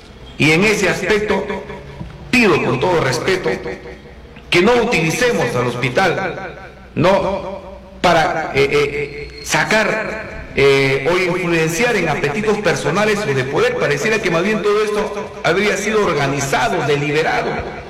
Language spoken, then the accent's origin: Spanish; Amazonas, Peru; soy ciudadano de Cubamba, lo he sufrido, lo he vivido